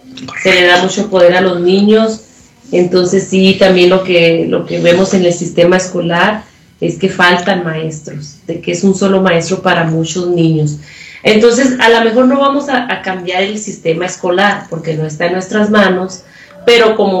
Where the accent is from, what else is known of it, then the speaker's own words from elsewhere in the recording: Chihuahua, Mexico; moved away; Yo soy de Chihuahua, México.